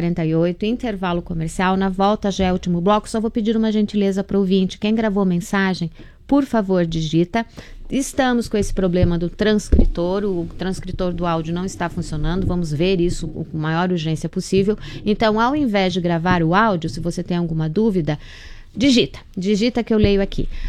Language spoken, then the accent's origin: Portuguese; Brazil; Eu como brasileira, achei assustador.